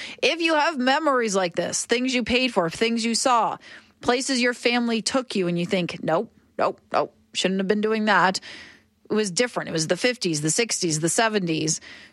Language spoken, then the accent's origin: English; Oshawa, Ontario, Canada; moved away; I keep going back to this small zoo near my hometown in Oshawa